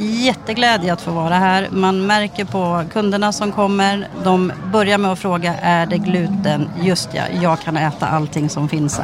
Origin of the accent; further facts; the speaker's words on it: Katrineholm, Södermanland, Sweden; Vi har precis öppnat upp en gårdsbutik i Sörmland i Katrineholm där jag kommer ifrån.